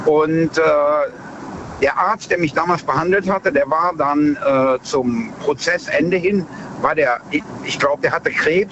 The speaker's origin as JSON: {"language": "German", "town": "Bad Neuenahr", "region": "Rhineland-Palatinate", "country": "Germany", "said": "Aus Bad Neuenahr."}